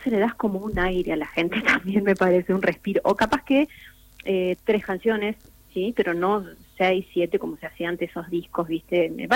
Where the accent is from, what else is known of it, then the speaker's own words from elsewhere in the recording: Pampas, Argentina; born there; cosas de mi tierra o cosas de la región pampeana